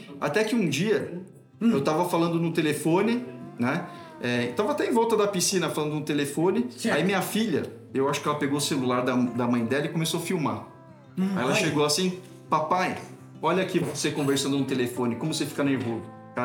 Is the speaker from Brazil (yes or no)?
yes; São Paulo, Brazil; eu sempre nasci em São Paulo, sempre morei em São Paulo.